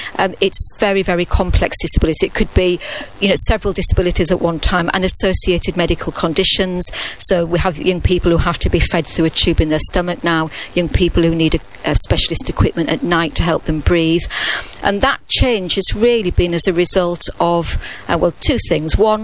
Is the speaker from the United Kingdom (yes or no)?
yes; Hull, Yorkshire and the Humber, United Kingdom; now in Cheltenham, United Kingdom; I think I've mentioned I come from Hull, and I've lived in Cheltenham for nearly 20 years, and I still have all my family in Hull